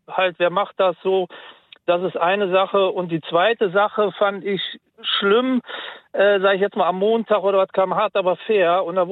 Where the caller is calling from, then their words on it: Germany; Das fand ich schon sehr beschämend, dass selbst wir als Deutsche noch nicht mal hinter unserer Sängerin stehen.